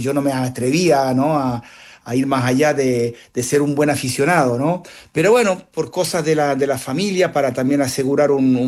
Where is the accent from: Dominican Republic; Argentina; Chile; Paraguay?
Chile; now in Seville, Spain; soy profesor de guitarra flamenca en el Conservatorio de Sevilla. Somos dos chilenos en Andalucía.